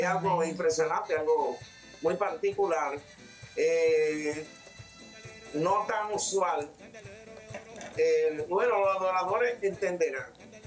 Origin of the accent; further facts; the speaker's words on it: Dominican Republic; muy contenta, muy alegre, muy colorida, muy pintoresco, somos los dominicanos.